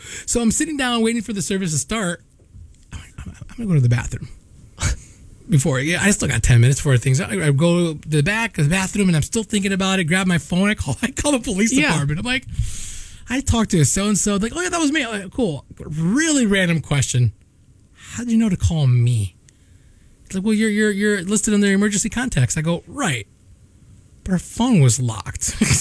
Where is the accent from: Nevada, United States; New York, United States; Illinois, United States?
Illinois, United States; Chicago; I'm a citizen born and raised in Chicago